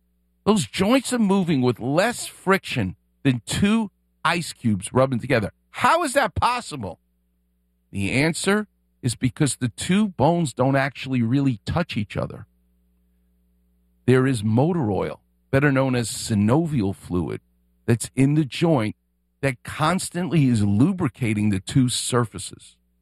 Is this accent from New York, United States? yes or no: yes; Queens, New York, United States; I'm from Queens.